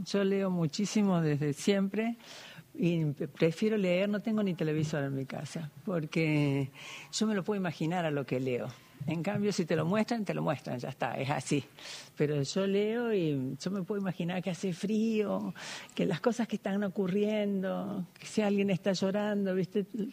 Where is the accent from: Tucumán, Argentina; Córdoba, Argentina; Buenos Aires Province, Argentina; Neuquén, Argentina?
Córdoba, Argentina; now in Lozano, Argentina; en mi pueblo, en Córdoba, era como vos decís.